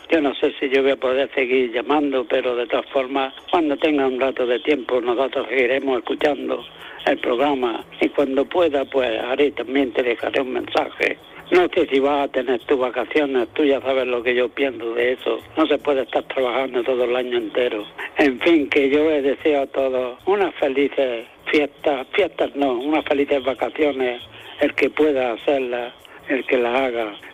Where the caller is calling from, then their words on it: Almuñécar, Andalusia, Spain; de Almuñécar.